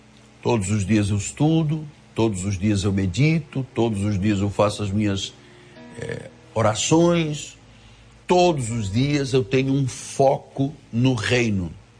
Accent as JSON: {"language": "Portuguese", "country": "Angola", "tie": "born there", "said": "eu nasci em África, em Angola"}